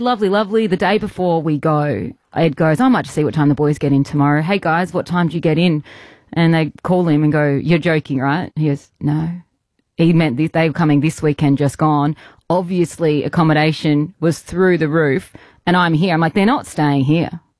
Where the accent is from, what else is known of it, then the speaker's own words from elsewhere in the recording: Melbourne, Victoria, Australia; We're from Melbourne. We moved up